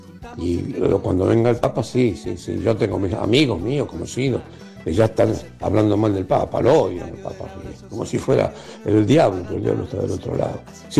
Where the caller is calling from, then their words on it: Argentina; de Sáenz Peña.